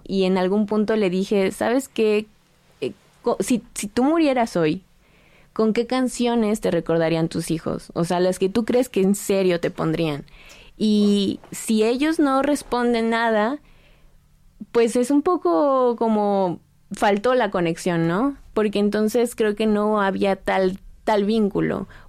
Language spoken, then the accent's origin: Spanish; Nicolás Romero, State of Mexico, Mexico; había visto que él vivía antes en Atizapán, que es muy cerca de donde yo soy, de Nicolás Romero